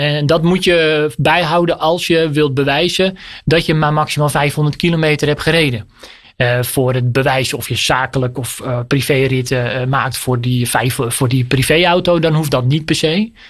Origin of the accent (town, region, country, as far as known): North Holland, Netherlands